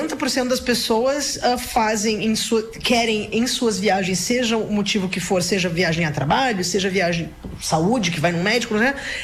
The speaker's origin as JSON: {"language": "Portuguese", "town": "Caxias do Sul", "region": "Rio Grande do Sul", "country": "Brazil", "tie": "born or raised there", "also_born_or_lived": "São Marcos", "said": "Eu sou nascida em São Marcos, cresci em Caxias do Sul, então tem uma conexão com a Serra muito forte."}